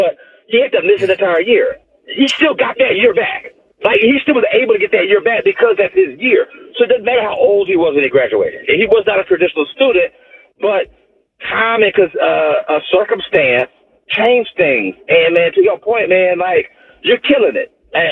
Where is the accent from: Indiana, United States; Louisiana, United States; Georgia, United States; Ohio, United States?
Georgia, United States; Atlanta; and you know I'm being honest here because I'm from Atlanta